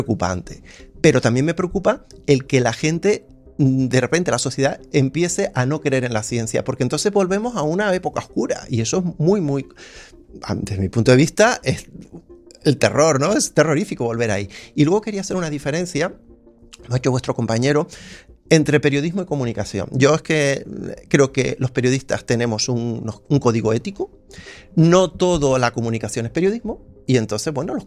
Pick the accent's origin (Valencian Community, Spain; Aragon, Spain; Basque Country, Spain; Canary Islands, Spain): Canary Islands, Spain; Tenerife; moved away; Yo soy canario, además, yo soy de Tenerife.